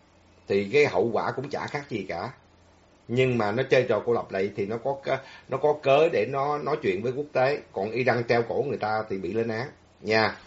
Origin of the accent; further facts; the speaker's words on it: Southern Vietnam, Vietnam; Tôi là người gốc Bắc, nhưng mà tôi sinh trưởng lớn lên ở miền Nam thì tôi dùng chữ miền Nam thôi.